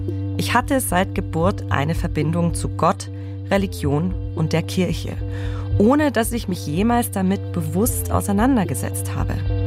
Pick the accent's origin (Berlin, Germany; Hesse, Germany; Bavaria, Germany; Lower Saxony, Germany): Bavaria, Germany; Heiligabend in meiner Heimat, dem Allgäu.